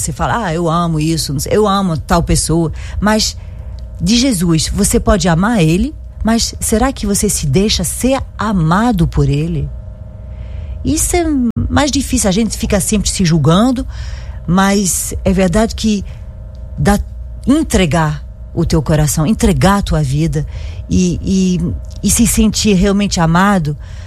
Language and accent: Portuguese; France; accent: French; Portuguese is a second language; Sim, eu falo com sotaque francês, desculpa.